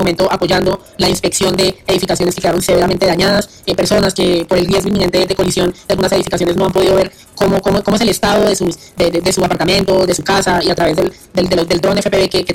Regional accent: Llanos Orientales, Colombia; now in Villavicencio, Colombia; soy llanero, radicado en la ciudad de Villavicencio

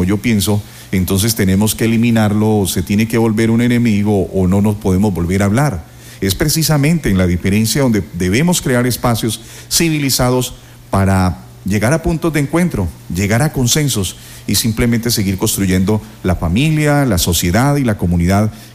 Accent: Colombia; es que somos colombianos

